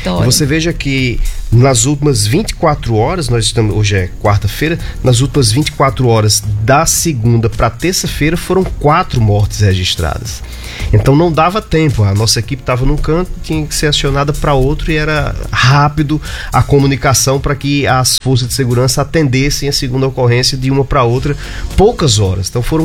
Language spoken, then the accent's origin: Portuguese; Mossoró, Rio Grande do Norte, Brazil; Eu fui criado em Mossoró, nasci em Mossoró e sou mossoroense.